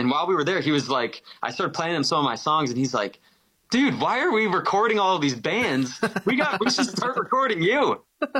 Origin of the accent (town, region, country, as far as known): Fort Erie, Ontario, Canada